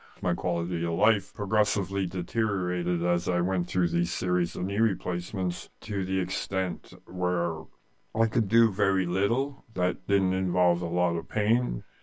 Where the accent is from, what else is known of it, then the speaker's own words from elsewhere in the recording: Canada; I'm a Canadian, but I enlisted in the United States Marine Corps in the early 80s.